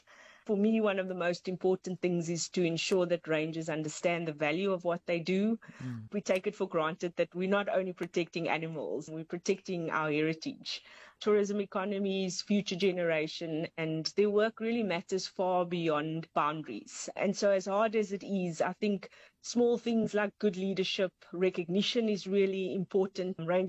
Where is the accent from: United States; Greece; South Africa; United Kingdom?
South Africa; Cape Town, Western Cape; moved away; But I grew up in Cape Town, and obviously growing up there, you're spoilt with beautiful beaches and lots of mountains.